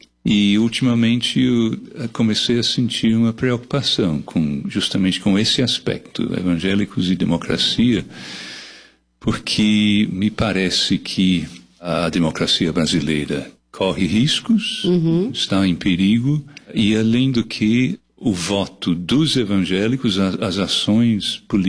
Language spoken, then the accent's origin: Portuguese; England, United Kingdom; Portuguese is a second language; moved away as an adult; now in Brazil; Eu nasci na Inglaterra, nascido e criado na Inglaterra. Eu moro no Brasil desde 1976, então 50 anos.